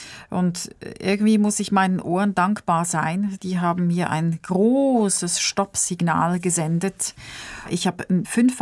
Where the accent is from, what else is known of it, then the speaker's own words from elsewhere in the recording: Switzerland; Bei uns in der Schweiz war das so, dass man an 4 Nachmittagen pro Woche Schule hatte und dann auch noch am Samstagmorgen.